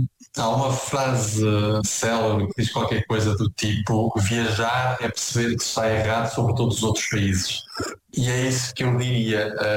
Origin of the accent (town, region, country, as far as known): Portugal